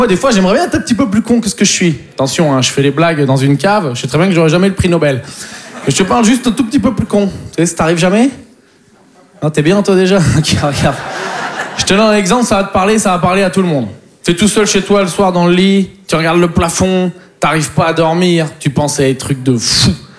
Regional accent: Poitiers, Nouvelle-Aquitaine, France; Mais bon, en plus, je viens de Poitiers, donc faut s'occuper. Hein, tu peux pas aller au futuroscope 5 fois par semaine, quoi.

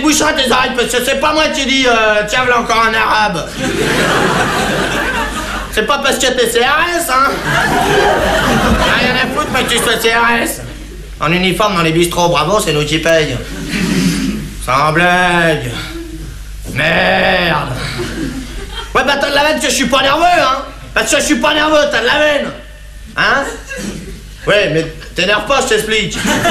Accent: France; Ouais, ben je suis bien blasé, hein, je suis français.

